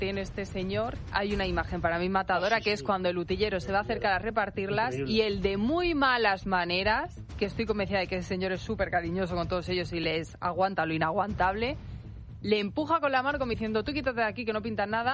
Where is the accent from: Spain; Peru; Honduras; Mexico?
Spain; Vosotros estáis viviendo muy bien en mi país, vais parte de un club español y el otro día demostraron que les da absolutamente igual España.